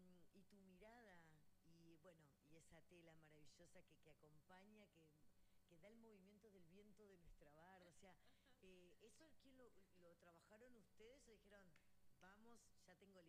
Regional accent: Argentina; cómo somos los argentinos

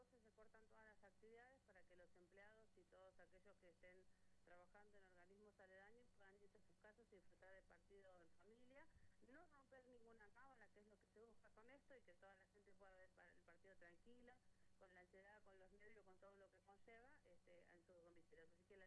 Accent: Argentina; porque somos todos argentinos

